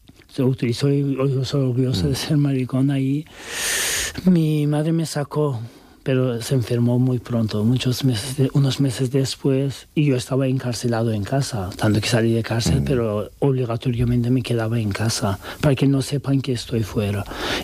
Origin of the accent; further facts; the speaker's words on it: Turkey; Spanish is a second language; now in Spain; Da igual que seas también turco, porque digo, soy turco y podía pasar más